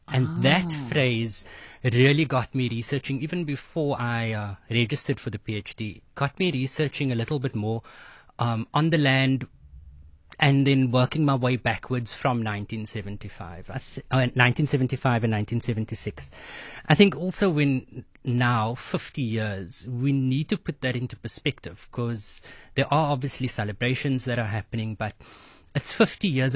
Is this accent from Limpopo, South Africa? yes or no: no; Cape Town, Western Cape, South Africa; Well, I am from Mitchells Plain. I'm from Westridge, Mitchells Plain. I'm still there.